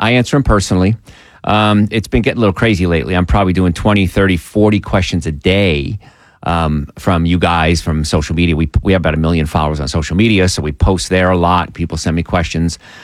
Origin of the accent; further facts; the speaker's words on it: New Jersey, United States; when I was young, I grew up in New Jersey. And I grew up, I was a truck driver, I grew up on the streets.